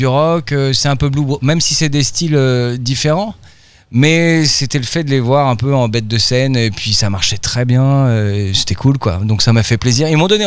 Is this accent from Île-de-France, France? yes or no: yes; Paris, Île-de-France, France; moved away as an adult; now in Brittany, France; moi, à la base, je suis de Paris, je suis venu habité en Bretagne